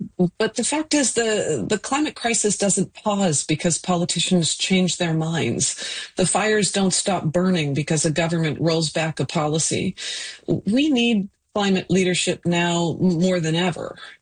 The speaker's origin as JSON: {"language": "English", "region": "British Columbia", "country": "Canada", "said": "I'm, as a Canadian, embarrassed on international stages"}